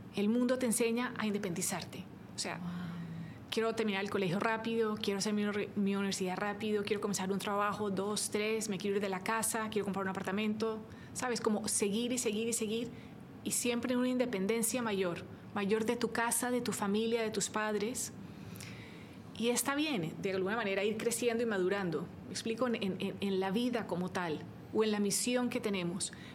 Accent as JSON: {"language": "Spanish", "country": "Colombia", "moved": "as an adult", "lives_now": "Miami, United States", "said": "colombiana, soy diseñadora de interiores y hago decoración. Vivo aquí en Miami hace 26 años"}